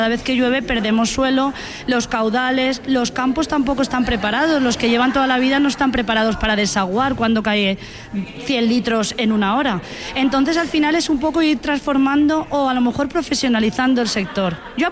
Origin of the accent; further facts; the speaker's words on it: Valencia, Valencian Community, Spain; de Valencia, presidenta del País Valencia, de FADEMUR.